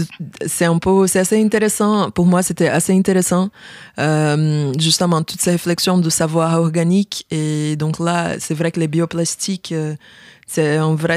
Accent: Rio de Janeiro, Brazil; French is a second language; ça s'appelle la France Antarctique, qui c'est un voyage d'exploration qui est arrivé à chez moi, à Rio de Janeiro.

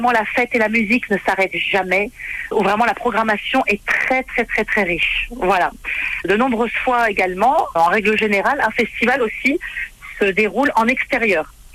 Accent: Lyon, Auvergne-Rhône-Alpes, France; en région lyonnaise, parce que moi je suis de Lyon, je suis lyonnaise.

